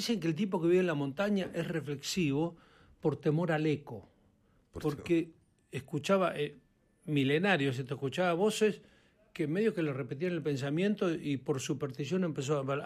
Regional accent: Puerto Deseado, Santa Cruz, Argentina; born there; Yo nací en Puerto Deseado porque era, para esto que te digo, si vos te corres de ahí hacia el Atlántico, llegás a Puerto Deseado, que en ese momento tenía como 4.000 habitantes.

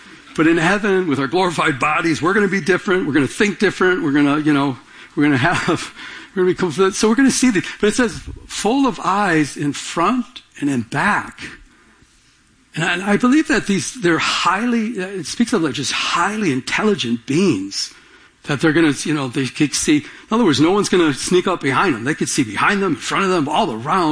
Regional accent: Michigan, United States; When I grew up in Michigan, we used to have this big long porch with an aluminum awning.

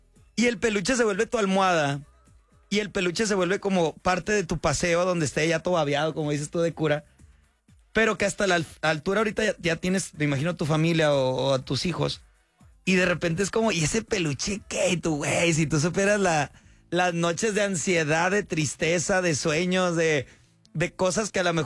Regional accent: southern Mexico, Mexico; Yo vengo del sur de México

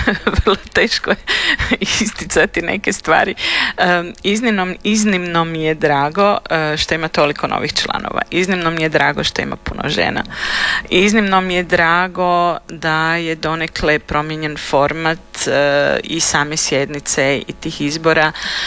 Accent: Zagreb, City of Zagreb, Croatia; now in France; Ja sam rođena u Zagrebu, odrasla u Zagrebu, ja sam stjecajem okolnosti otišla u Francusku

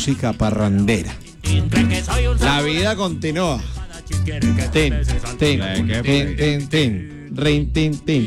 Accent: Antioquia, Colombia; a mí, por ejemplo, como buen paisa, no me gusta que me le quiten eso

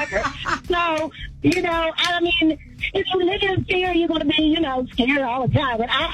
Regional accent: Philadelphia, Pennsylvania, United States; I am originally from Philadelphia, so I'm kind of fearless.

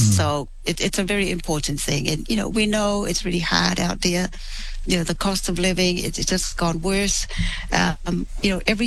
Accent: Vailima, Tuamasaga, Samoa; now in New Zealand; I was born in Samoa. I'm from a little village named Vailima in Upolu. And I came here with my grandparents and a sister, yeah, just for better opportunities

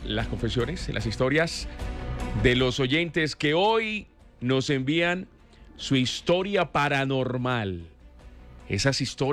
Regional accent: Villavicencio, Meta, Colombia; Soy de acá de Villavicencio, pensé que era Tropicana Villavicencio, sí, sí.

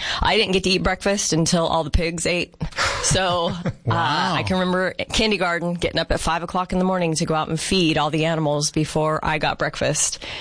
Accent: California, United States; now in Yuma, United States; Not originally. Originally, I'm from California. I moved here, though. I've been here about 22 years.

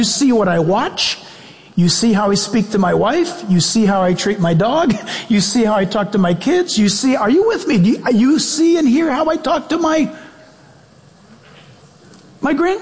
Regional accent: United States; born there

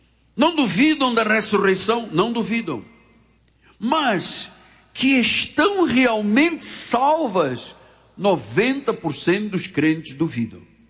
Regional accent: Portugal; born there; eu estava pregando na minha igreja onde eu nasci, em Portugal, há muitos anos atrás, Assembleia de Deus Neves Ferreira

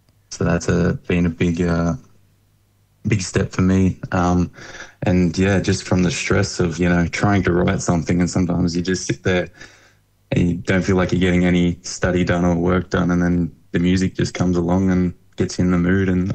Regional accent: Lakes Entrance, Victoria, Australia; I grew up in Lake Entrance on the edge of the world there in Victoria, on the beach in the country.

